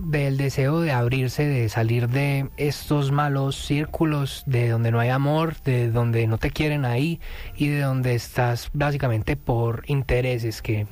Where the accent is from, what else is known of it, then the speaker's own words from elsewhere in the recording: Medellín, Antioquia, Colombia; moved away; Vengo de Medellín, de una casa llena de música, parce. A mí me criaron con karaoke encima, con guitarras encima, con mucho rock and roll, con mucho pop, con mucha cumbia, con mucha jazz, con mucha música.